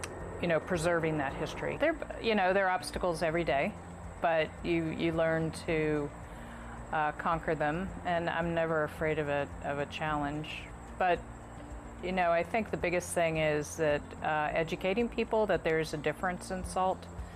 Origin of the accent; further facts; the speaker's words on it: Charleston, West Virginia, United States; moved away; I grew up here in Charleston.